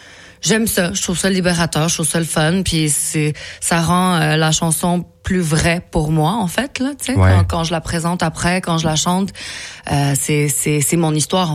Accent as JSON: {"language": "French", "country": "Mexico", "tie": "born or raised there", "second_language": "French", "said": "Le français, je l'ai appris quand même tard. Tu sais, j'ai grandi au Mexique, comme tu sais."}